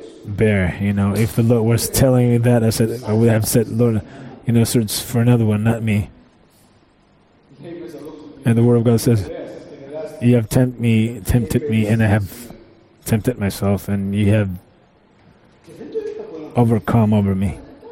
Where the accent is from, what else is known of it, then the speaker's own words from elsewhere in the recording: Rhodes, South Aegean, Greece; English is a second language; within a year I was in Heraklio from Rhodes, what was my homeland.